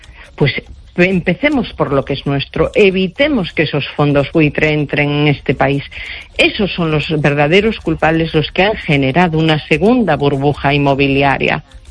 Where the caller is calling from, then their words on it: Narón, Galicia, Spain; de Narón.